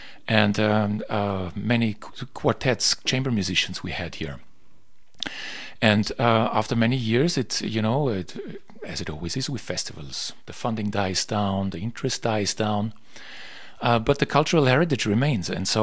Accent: Bad Aussee, Styria, Austria; moved away as an adult; also born or lived in Salzburg / Vienna / Dresden; I was born in Bad Aussee.

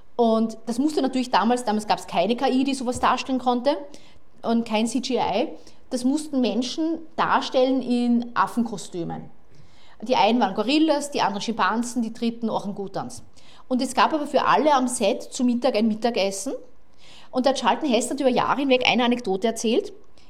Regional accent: Graz, Styria, Austria; moved away; Ich komme aus Graz ursprünglich.

